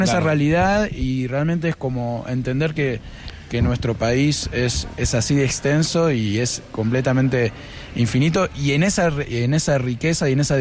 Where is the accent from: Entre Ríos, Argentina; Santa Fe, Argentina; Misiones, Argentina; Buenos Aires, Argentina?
Buenos Aires, Argentina; Yo crecí en Buenos Aires, en un departamento, el ruido de los colectivos y del transporte público acá en la cabeza desde que nací.